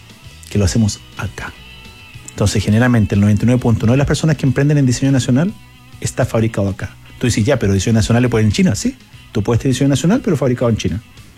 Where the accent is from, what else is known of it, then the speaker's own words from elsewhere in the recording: Chillán, Ñuble, Chile; Yo soy de Chillán, por ejemplo.